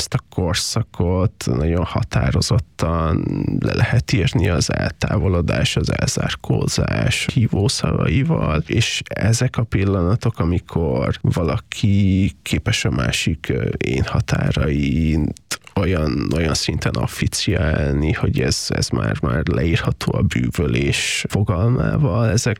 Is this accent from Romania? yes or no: yes; Transylvania, Romania; a saját Erdélyhez való viszonyomnak és a szülőföldemmel kapcsolatos érzéseimnek